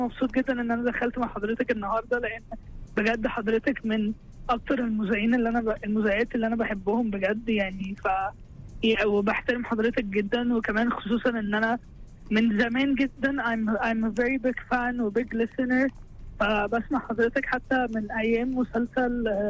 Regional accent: Syria; انا سوري اتلخبطت ما بين استاذ حمايه واستاذ

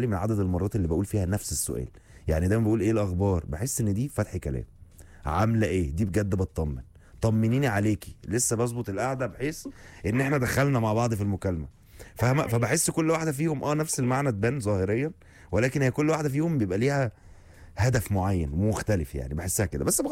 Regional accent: Egypt; لما بنبدا كمصريين مكالمه بنقول ازيك يا جنى

